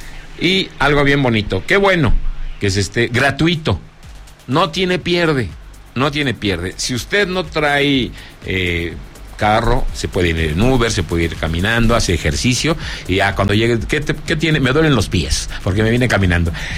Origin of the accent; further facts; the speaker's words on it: Zacatecas, Mexico; mis amigas queridísimas que han estado aquí en mi tierra, Zacatecas